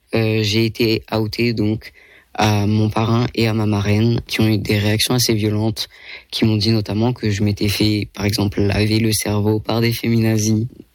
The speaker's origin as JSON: {"language": "French", "country": "France", "tie": "born there", "said": "c'est facilité par le fait que je suis français, je suis né en France."}